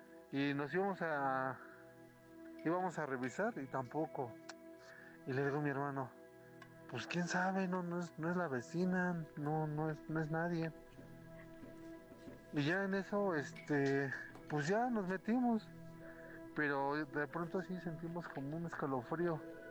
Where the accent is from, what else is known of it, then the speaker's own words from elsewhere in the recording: Pachuca, Hidalgo, Mexico; Soy de Pachuca, Hidalgo.